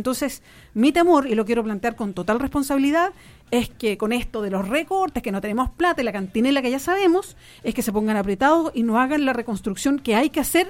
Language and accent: Spanish; Chile